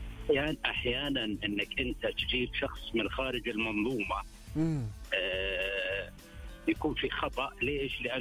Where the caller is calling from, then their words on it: Riyadh, Riyadh Province, Saudi Arabia; من الرياض.